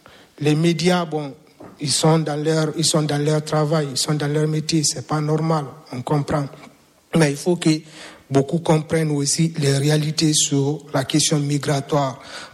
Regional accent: Guinea; now in France; la majeure parmi d'entre nous ici, peut-être excepté mon frère, nous venons de la Guinée.

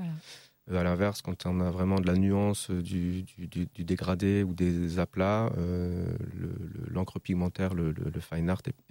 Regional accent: Lille, Hauts-de-France, France; moved away as an adult; also born or lived in Berlin; now in Chabrillan, France; Je suis originaire de Lille. Et avant d'arriver ici, je suis passé par Berlin pendant 5 ans.

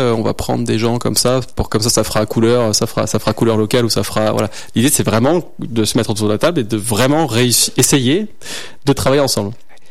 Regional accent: Grenoble, Auvergne-Rhône-Alpes, France; moved away as an adult; also born or lived in Saint-Martin-d'Hères / Paris / Dijon; now in Trièves, France; Je suis grenoblois. Je suis né à Saint-Martin-d'Hères. J'ai grandi à Grenoble et j'ai fait mes études à Grenoble. Et ensuite, je suis parti suivre ma compagne dans différents lieux de France et même plus loin. J'ai habité à Paris, à Dijon, de nouveau à Paris, de nouveau à Grenoble.

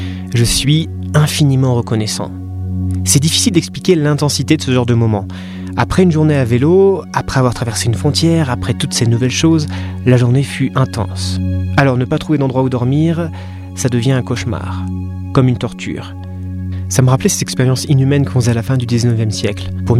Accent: France; Bonjour, ça va, je suis français.

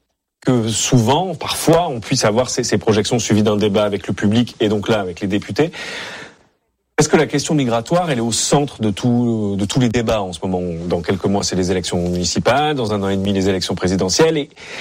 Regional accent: Marseille, Provence-Alpes-Côte d'Azur, France; born there; moi, je suis né à Marseille, je vis à Marseille maintenant.

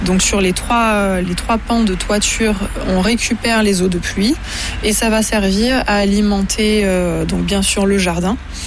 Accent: Perpignan, Occitanie, France; moved away; moi je suis de Perpignan, mes parents sont là-bas

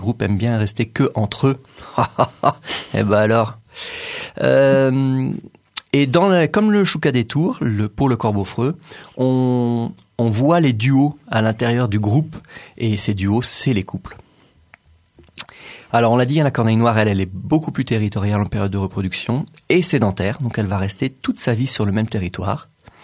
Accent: France; chez nous en France

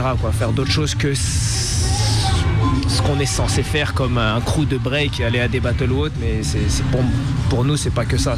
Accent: Le Bourget, Île-de-France, France; born there; Je viens du 93. Je suis né au Bourget

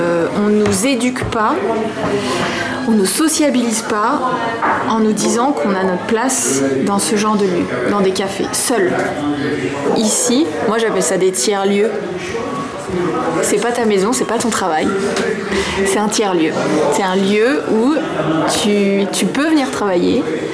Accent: Paris, Île-de-France, France; Et donc, on vient de Paris.

